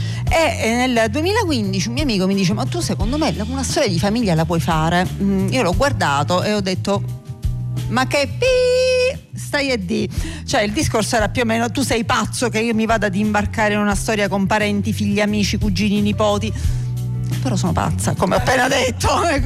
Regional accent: Trapani, Sicily, Italy; now in Palermo, Italy; io sono di Trapani

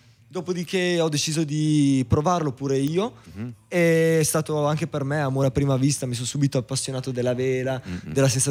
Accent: Vicenza, Veneto, Italy; sono di Vicenza.

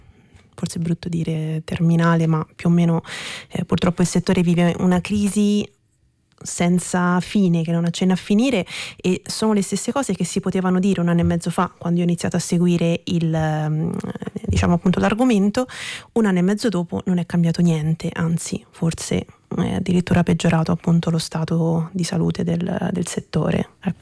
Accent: Prato, Tuscany, Italy; Io sono cresciuta a Prato, nel distretto tessile più grande d'Europa.

